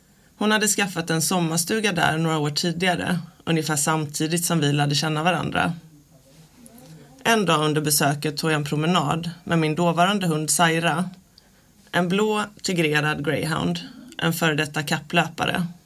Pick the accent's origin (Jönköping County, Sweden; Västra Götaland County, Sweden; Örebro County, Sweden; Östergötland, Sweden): Jönköping County, Sweden; Huskvarna; Jag är 43 år, jag är konstnär, född och uppväxt i Huskvarna.